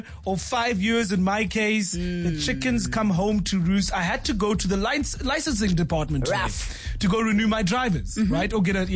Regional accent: Durban, KwaZulu-Natal, South Africa; moved away as an adult; now in Johannesburg, South Africa; As you know, I'm from Durban.

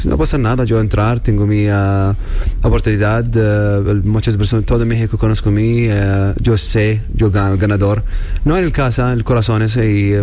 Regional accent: Medellín, Antioquia, Colombia; Sí, yo veo, soy de Medellín, Colombia.

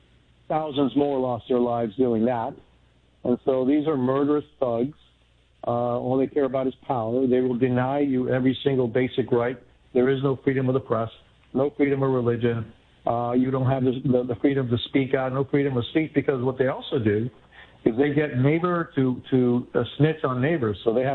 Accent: Miami, Florida, United States; But my story can be replicated, hundreds of thousands of times here in my hometown of Miami, over a million Cuban exiles are here, seeking freedom.

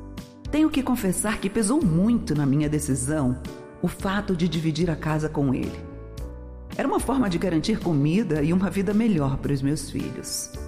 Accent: Belém, Pará, Brazil; born there; now in São Paulo, Brazil; hoje eu estou aqui pra te contar a minha história. Nasci em Belém, mas a minha família toda vive em uma comunidade ribeirinha, são muito humildes e eu fui a única que tive coragem de sair de lá.

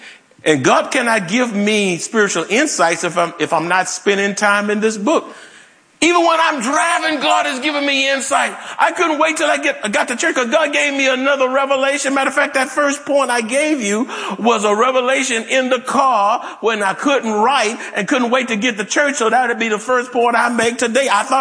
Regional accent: Houston, Texas, United States; And I said, "Well, I'm from Houston originally."

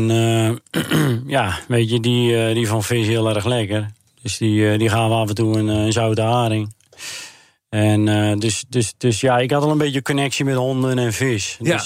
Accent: Urk, Flevoland, Netherlands; ik ben opgegroeid op Urk natuurlijk. En we zijn Urkers en op Urk iedereen ademt vis.

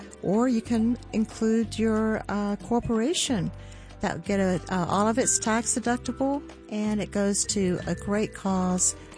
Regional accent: Georgia, United States; I am from Georgia

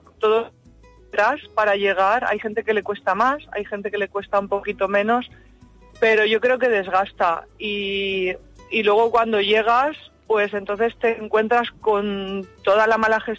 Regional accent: Valencia, Valencian Community, Spain; moved away as an adult; now in Dénia, Spain; yo soy de Valencia en concreto y ya decidí quedarme en la ciudad de Denia

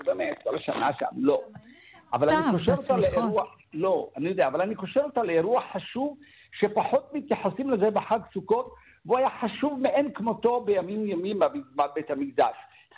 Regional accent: Ramla, Central District, Israel; גם אני בילדותי ברמלה בבית הורה

